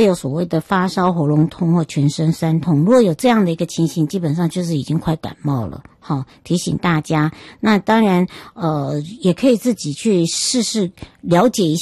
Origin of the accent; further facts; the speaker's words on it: Yuli, Hualien County, Taiwan; 那整个活动呢是10月18号在玉里，那么在这个我的家乡齁，来正式启动。